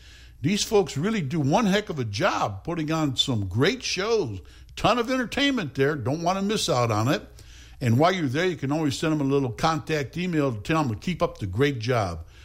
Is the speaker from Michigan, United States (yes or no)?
yes; Detroit, Michigan, United States; hometown automatically means Detroit, my hometown, and Motown.